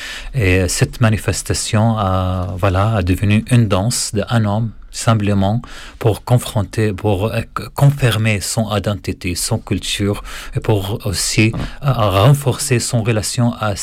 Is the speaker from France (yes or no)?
no; As-Suwayda Governorate, Syria; French is a second language; moved away; la région où je viens, du sud de la Syrie, il s'appelle Sweda.